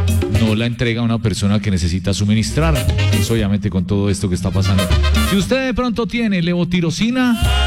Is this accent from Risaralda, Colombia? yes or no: yes; Pereira, Risaralda, Colombia; Así somos los pereiranos.